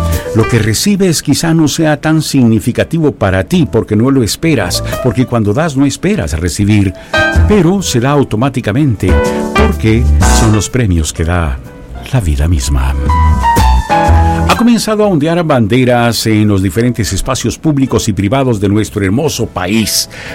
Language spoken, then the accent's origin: Spanish; El Salvador; soy salvadoreño